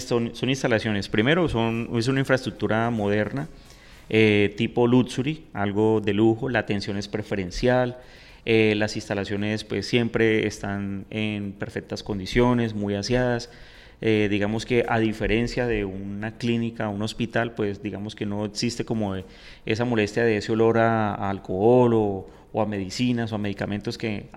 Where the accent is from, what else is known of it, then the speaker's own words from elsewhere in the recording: Rivera, Huila, Colombia; Yo soy de acá de Rivera, vivo aquí en Rivera